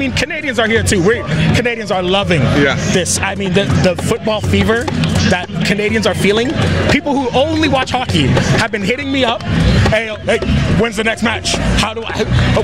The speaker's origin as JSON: {"language": "English", "country": "Ghana", "said": "Yeah, I'm Ghanaian."}